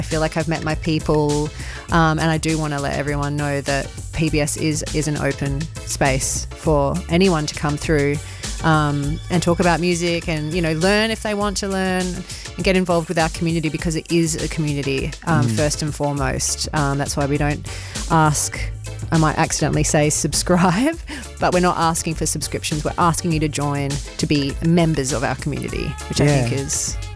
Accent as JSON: {"language": "English", "town": "Perth", "region": "Western Australia", "country": "Australia", "moved": "yes", "lives_now": "Melbourne, Australia", "said": "I'm originally from Perth, I came to Melbourne"}